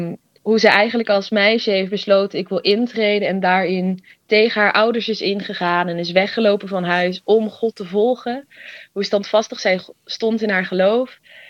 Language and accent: Dutch; North Holland, Netherlands; Ik ben 21. Ik kom uit Noord-Holland.